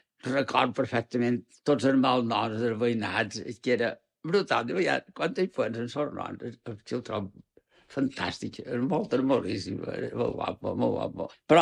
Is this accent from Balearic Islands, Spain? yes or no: yes; Palma, Balearic Islands, Spain; Bueno, vaig néixer a Palma. Que són dels Hostalets.